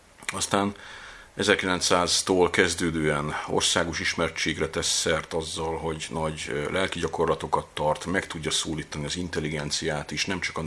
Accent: Budapest, Hungary; born there; 1972-ben születtem Budapesten.

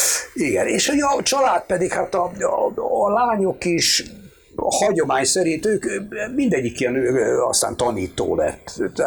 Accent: Budapest, Hungary; born there; Én Budapesten születtem egyébként, és hát tulajdonképpen ez egy polgári család volt

